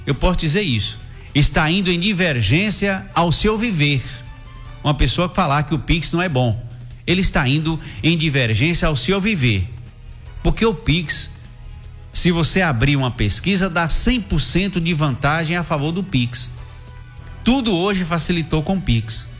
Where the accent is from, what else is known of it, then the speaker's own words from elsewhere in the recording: Brazil; nós que somos brasileiros